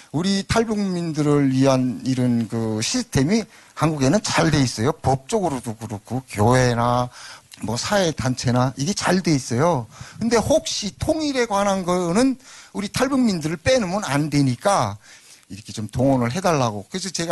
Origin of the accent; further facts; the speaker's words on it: North Korea; now in South Korea; 우리 고향에 그 북에다 고향을 둔 사람으로서는